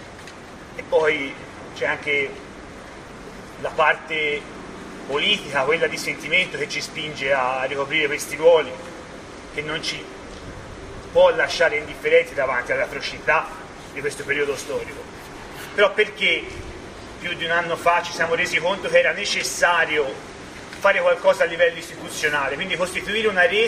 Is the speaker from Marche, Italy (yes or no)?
no; Vicchio, Tuscany, Italy; Siamo di Vicchio. Il mio comune fa parte della rete per gli enti locali dei diritti del popolo palestinese.